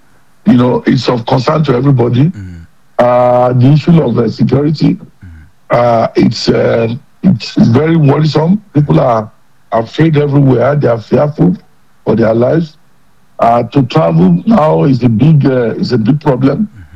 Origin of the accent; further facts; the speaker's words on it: Nigeria; As a Nigerian